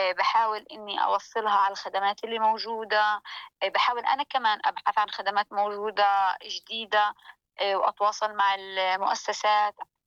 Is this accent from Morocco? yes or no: no; Gaza, Gaza Strip, Palestine; moved away as an adult; now in Australia; احنا عندنا في فلسطين